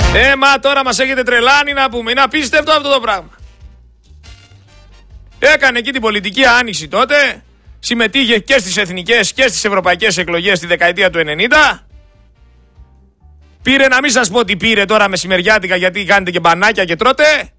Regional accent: Greece; είμαστε Έλληνες φορολογούμενοι

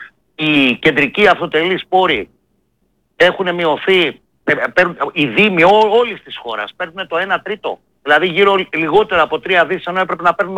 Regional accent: Central Greece, Greece; την ιδιαίτερη πατρίδα μου, το Δήμο Κίμης Αλιβερίου

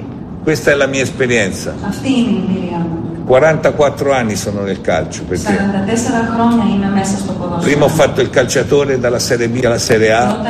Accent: Tuscany, Italy; born there; io sono nato nella provincia di Livorno e mi hanno accorto con i fischi perché dicevano che nessuno è profeta in patria

